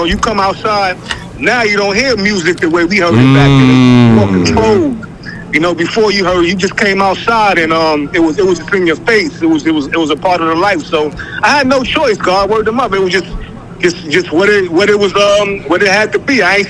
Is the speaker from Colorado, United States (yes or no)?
no; New York City, New York, United States; just being born and raised in New York City